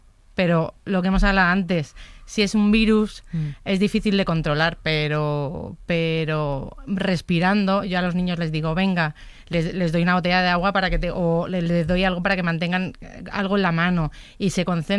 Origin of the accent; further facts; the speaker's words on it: Madrid, Community of Madrid, Spain; Y porque soy de Madrid.